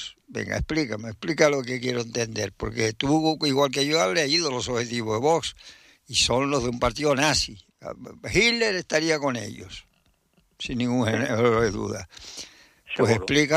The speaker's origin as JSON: {"language": "Spanish", "area": "Lanzarote", "region": "Canary Islands", "country": "Spain", "said": "yo en Lanzarote"}